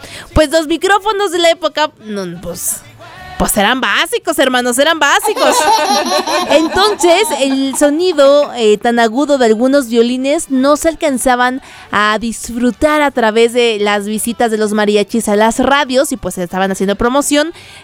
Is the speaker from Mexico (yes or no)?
yes; Mexico; somos mexicanos